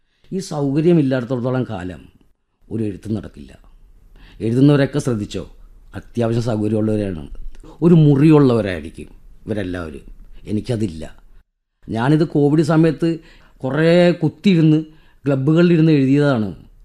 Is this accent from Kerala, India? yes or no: yes; Kerala, India; നിങ്ങളെവിടെ നിന്ന് വരുന്നു? ഞാൻ പറഞ്ഞു കേരള.